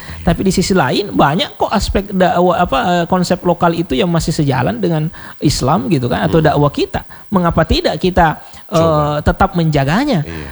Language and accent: Indonesian; South Sulawesi, Indonesia; Apalagi kan kita orang Bugis Makassar atau Sulawesi Selatan ini terjaga dengan yang tadi saya katakan